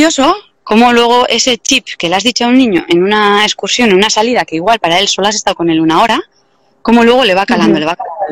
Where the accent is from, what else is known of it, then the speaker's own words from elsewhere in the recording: Deba, Basque Country, Spain; born there; yo nací en Deva y casi todo el tiempo estoy en Zumaya.